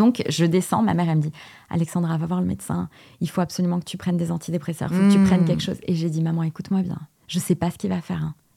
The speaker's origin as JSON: {"language": "French", "country": "Portugal", "said": "Parce que je suis portugaise."}